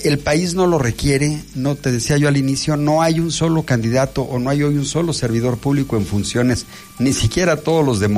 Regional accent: Mexico

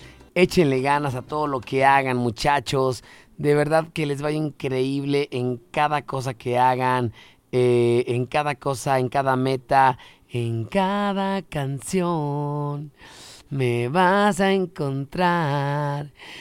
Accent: Mexico City, Mexico; Sí, es que esta es muy CDMX, güey, la de los fariseos, güey.

